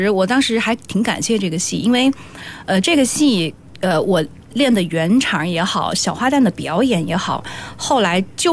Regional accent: Nanjing, Jiangsu, China; moved away; 包括现在我妈有时候回我们老家，回江浦那边去

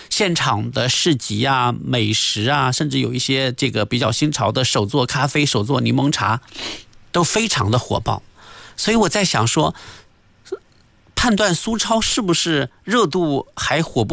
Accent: Yancheng, Jiangsu, China; moved away; 我是盐城盐都人，大家都知道哈。

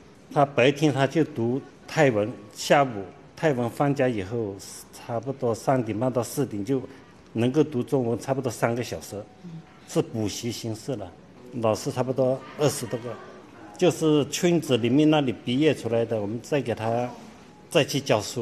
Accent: Chiang Rai, Thailand; 我来自泰国北部青来

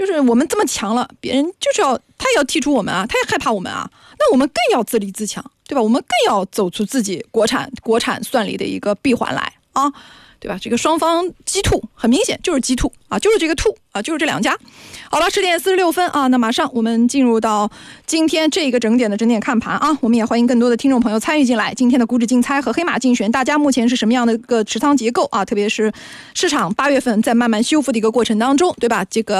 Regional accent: China; 作为一个中国人，

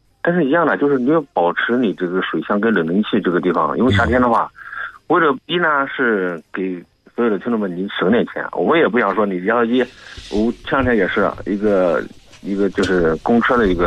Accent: Xuzhou, Jiangsu, China; moved away; 像我老家徐州那边

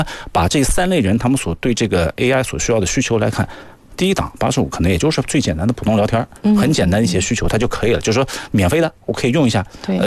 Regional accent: China; 我们中国人

